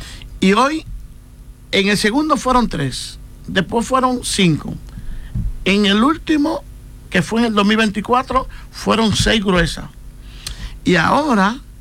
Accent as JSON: {"language": "Spanish", "town": "San Francisco de Macorís", "region": "Duarte", "country": "Dominican Republic", "tie": "born or raised there", "moved": "yes", "lives_now": "Alcalá de Henares, Spain", "said": "hubo una persona en mi campo, que yo soy de San Francisco Macorís, cuando yo estaba estudiando"}